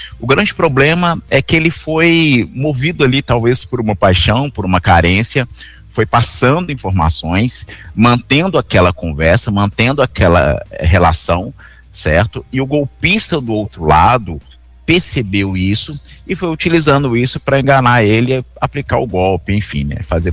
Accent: Belo Horizonte, Minas Gerais, Brazil; accent: mineiro; Eu, por exemplo, sou mineiro, sou de Belo Horizonte, né?

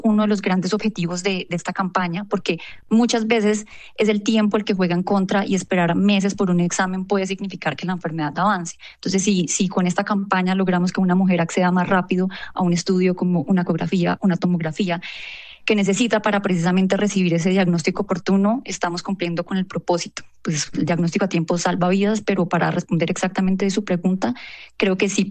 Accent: Cúcuta, Norte de Santander, Colombia; now in Bogotá, Colombia

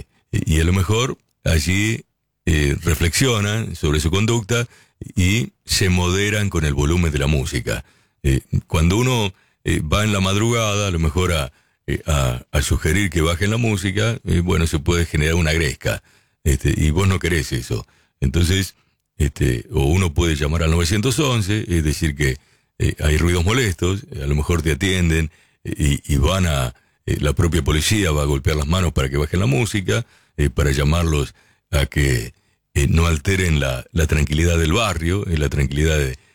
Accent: Sonora, Mexico; de Sonora, México. Ayer no logré escucharte, amigo, ya que andamos por el sur de México y se pierde mucho la señal, porque estamos entre las montañas.

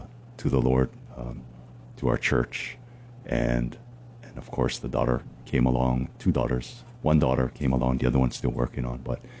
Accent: Kailua, Hawaii, United States; growing up in Kailua

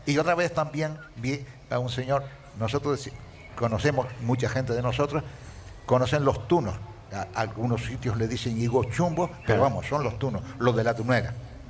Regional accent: Canary Islands, Spain; born there; hombre, yo soy nacido en Gran Canaria, ¿no? Pero cuando he venido aquí al sur hace 45 años

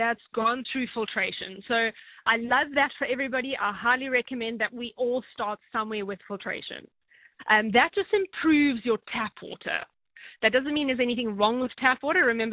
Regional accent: South Africa; as a South African

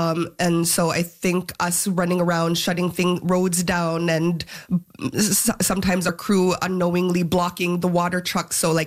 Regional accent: Nunavut, Canada; like when they hear I'm from the Arctic or from Nunavut and that I'm Inuit, or, you know, sometimes I didn't know what Inuit was, so I'd have to use the E word to like orient them.

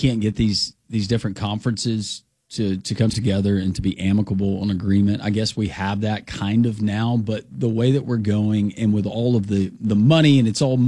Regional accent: Alabama, United States; I was raised in Alabama.

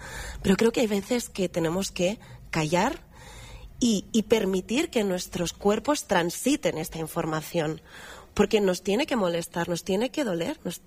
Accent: Spain; Yo sí me considero española, me considero filipina.

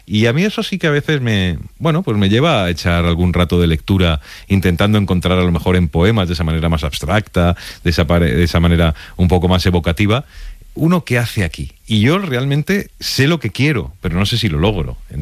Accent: Spain; mi vida como ciudadano español, con todos los derechos y obligaciones

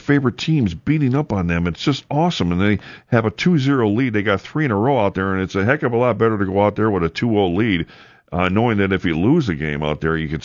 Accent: Wisconsin, United States; obviously, because I'm from Wisconsin, I became a Milwaukee Brewer fan.

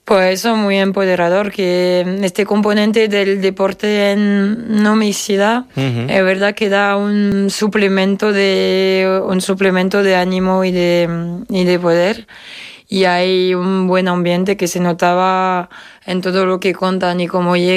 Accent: Auvergne-Rhône-Alpes, France; Spanish is a second language; Yo de cerca de Lyon.

